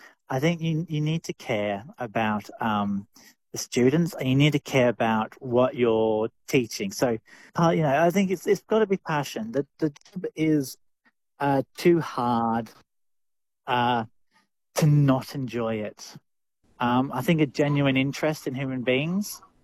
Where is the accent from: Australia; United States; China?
Australia; Mid West; when I was a student, I was growing up in the Midwest. You're much more, you know, smaller population.